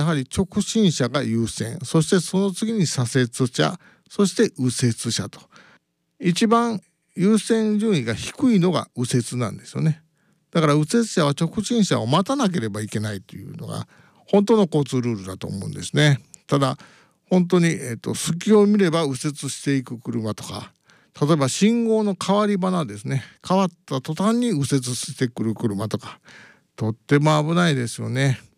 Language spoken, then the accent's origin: Japanese; Osaka, Japan; now in Kanazawa, Japan; 大阪出身なんでね、私は大阪の運転を見て金沢に来ましたので、